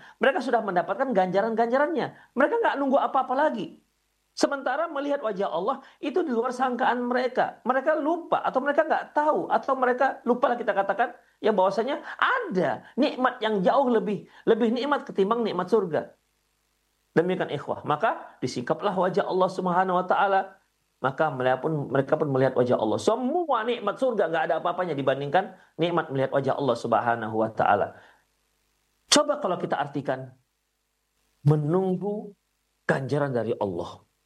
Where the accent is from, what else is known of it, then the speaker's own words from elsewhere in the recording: West Sumatra, Indonesia; Mereka terpesona, kalau bahasa kami orang Minang terperangah gitu.